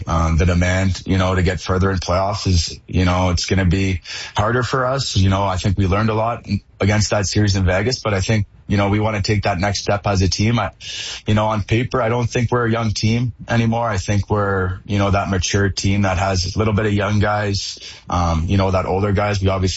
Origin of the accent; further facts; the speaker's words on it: Canada; born there; as a Canadian born player and to play in Calgary, like for me personally, I had a great experience in Canada